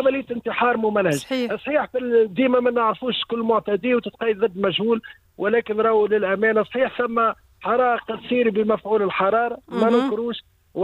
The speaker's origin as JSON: {"language": "Arabic", "region": "Siliana", "country": "Tunisia", "tie": "born there", "said": "أنا في كنت في مسقط رأسي في تحديد السند الحداد، معتمدية مكسر سليانة"}